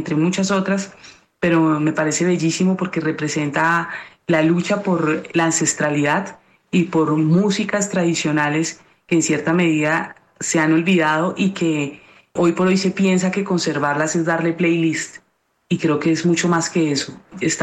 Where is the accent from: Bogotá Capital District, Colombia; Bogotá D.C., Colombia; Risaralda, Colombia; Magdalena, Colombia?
Bogotá Capital District, Colombia; Bogotá; siendo rola